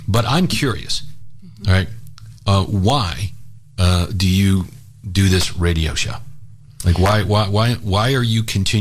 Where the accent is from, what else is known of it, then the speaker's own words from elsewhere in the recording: Georgia, United States; But yeah, I was born and raised in Georgia, no question about it. So my most of my family lives there, and it's a great state too.